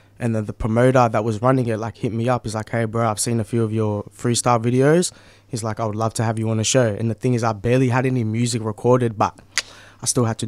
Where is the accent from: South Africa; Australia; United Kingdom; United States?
Australia; Melbourne, Victoria; I'm from Melbourne Southeast